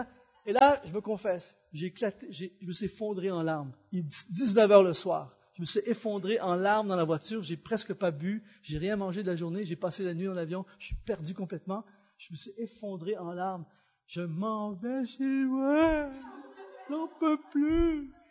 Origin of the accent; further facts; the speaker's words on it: Quebec, Canada; accent: Québécois; je sors mon accent québécois.